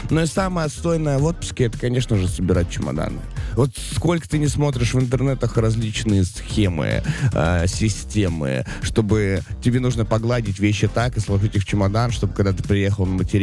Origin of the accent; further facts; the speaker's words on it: Magadan, Magadan Oblast, Russia; Я человек из Магадана, я изнеженный природой.